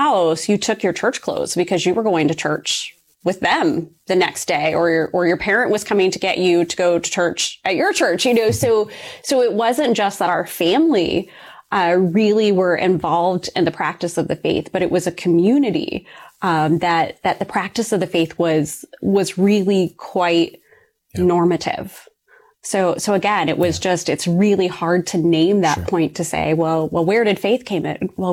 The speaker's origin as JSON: {"language": "English", "region": "Ohio", "country": "United States", "tie": "born or raised there"}